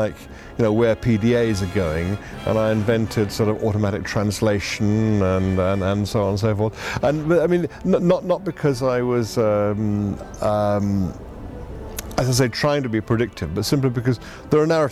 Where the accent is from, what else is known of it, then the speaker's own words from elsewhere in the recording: United Kingdom; I'm British and we are pedantic.